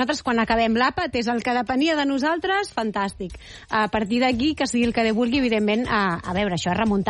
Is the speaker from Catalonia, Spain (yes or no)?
yes; Badalona, Catalonia, Spain; Jo sóc de Badalona i sóc de la Penya.